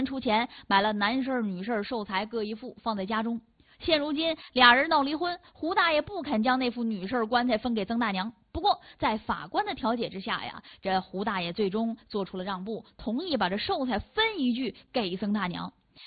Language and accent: Chinese; Northeast China, China; 就咱们东北话讲话蹦驴子呗哈